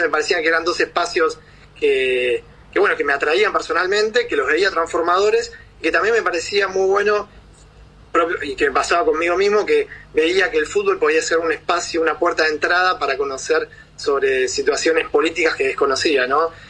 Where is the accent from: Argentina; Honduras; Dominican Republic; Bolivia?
Argentina; A ver, a mí el fútbol es algo como todo argentino, ¿no? Apasionado.